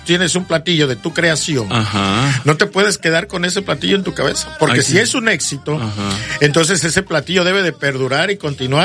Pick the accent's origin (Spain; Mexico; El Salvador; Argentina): Mexico; Veracruz; Como buenos veracruzanos que somos.